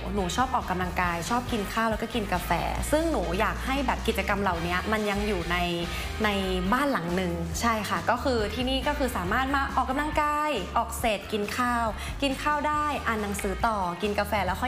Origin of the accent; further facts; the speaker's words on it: Chiang Mai, Thailand; หนูเป็นคนเมืองเจ้า